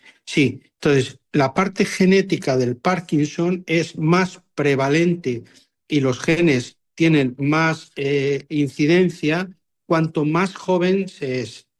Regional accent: Fresno el Viejo, Castile and León, Spain; moved away; en mi pueblo, por ejemplo, en Castilla, en Fresno el Viejo y Salamanca

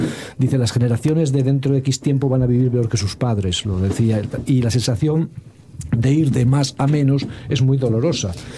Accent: Castile and León, Spain; now in Asturias, Spain; Ya sabes que yo no soy asturiano ni lo voy a ser, soy berciano de pura cepa.

